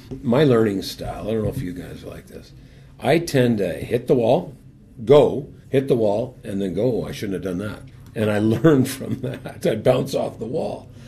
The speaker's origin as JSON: {"language": "English", "town": "Burnaby", "region": "British Columbia", "country": "Canada", "tie": "born or raised there", "said": "I'm a kid from Burnaby. I shouldn't have played in the NHL. I'm basically, you know, there's no outdoor ice in Burnaby. All it does is rain."}